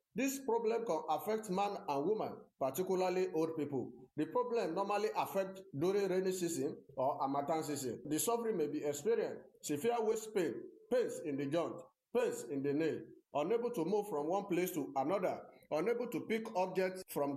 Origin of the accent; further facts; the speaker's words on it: Oyo, Nigeria; Enlightenment program brought to you from … I'm from Oyo State in Oyo Town.